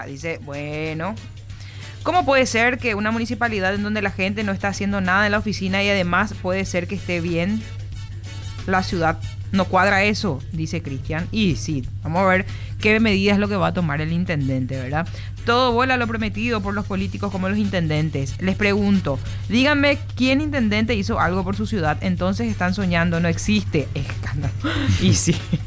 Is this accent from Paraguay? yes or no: yes; Fernando de la Mora, Central, Paraguay; Yo soy de Fernando.